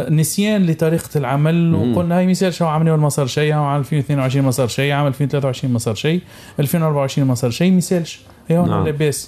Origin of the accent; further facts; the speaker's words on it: Tunisia; احنا عندنا في تونس